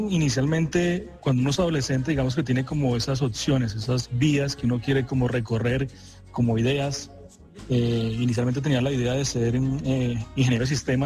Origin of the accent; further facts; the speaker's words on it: Girardot, Cundinamarca, Colombia; born there; moved away as an adult; now in Bogotá, Colombia; Soy egresado de la Escuela Normal Superior de Girardot. Allí me formé hasta los 18 años, fui normalista superior. Luego me vine para aquí, para Bogotá